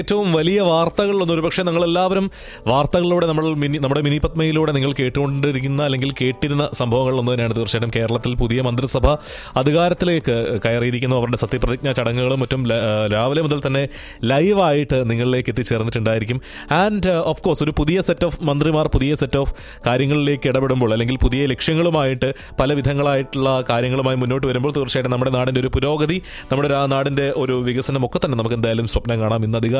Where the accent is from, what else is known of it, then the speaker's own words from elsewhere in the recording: Kerala, India; നമ്മൾ ആശംസിക്കുകയാണ് ഒരു മലയാളി എന്ന നിലയിൽ.